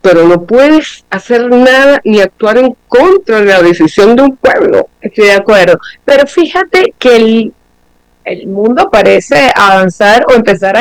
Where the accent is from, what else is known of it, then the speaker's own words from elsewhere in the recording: Venezuela; nosotros como venezolanos